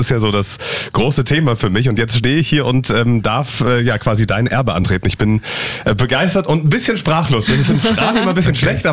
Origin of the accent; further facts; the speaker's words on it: Berlin, Germany; now in Potsdam, Germany; Ich bin 27, bin gebürtiger Berliner, bin auch in Steglitz zur Grundschule gegangen, Gymnasium dann in Potsdam, wohne mittlerweile in Potsdam